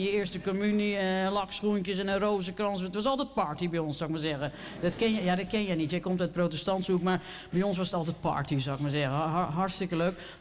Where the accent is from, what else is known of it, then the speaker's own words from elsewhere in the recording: Haarlem, North Holland, Netherlands; Het was weliswaar de wilde jaren 60 dat ik ben geboren. Maar het was bij ons in Haarlem-Noord kennelijk nog niet helemaal doorgedrongen.